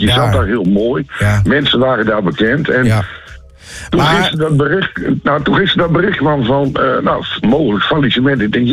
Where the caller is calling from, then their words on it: Groningen, Netherlands; Wij zijn Groningers.